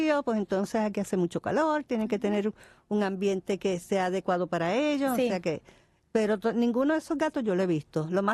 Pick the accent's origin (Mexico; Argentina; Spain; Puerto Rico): Puerto Rico; Juana Díaz; La gente que vive en Ponce y en Juana Díaz, mi pueblo, saben dónde es.